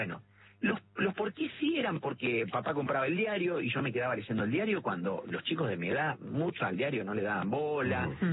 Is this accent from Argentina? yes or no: yes; Rafaela, Santa Fe, Argentina; also born or lived in Córdoba; No nací en Rafaela.